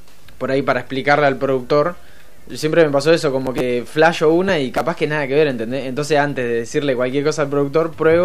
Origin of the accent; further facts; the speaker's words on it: La Plata, Buenos Aires Province, Argentina; Yo soy de La Plata, sí, okay, sí. De Alto de San Lorenzo. Bien. Ahora estoy en Los Hornos. Pero me crié en Alto de San Lorenzo.